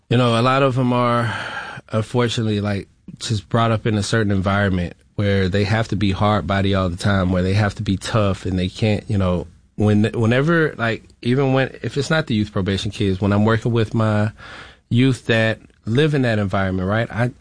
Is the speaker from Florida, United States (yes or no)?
yes; Florida, United States; born or raised there